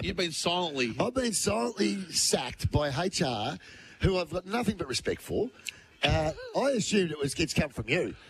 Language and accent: English; Australia; Because I'm Australian, and they're our enemy.